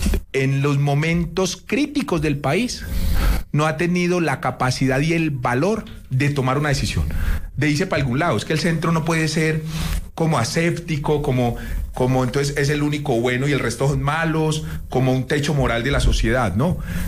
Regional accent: Colombia; estamos viviendo hoy los colombianos

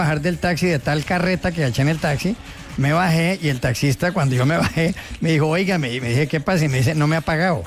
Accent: Colombia; now in Spain; usted es el colombiano, y yo con esta voz de tarro viejo que tengo, pues me identifican, evidentemente

